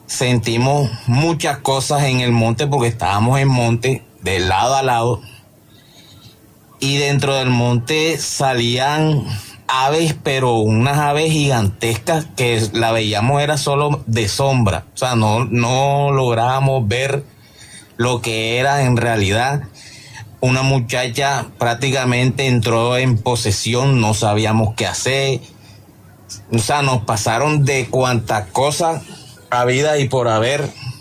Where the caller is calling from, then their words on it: Barranquilla, Atlántico, Colombia; Yo soy de Barranquilla.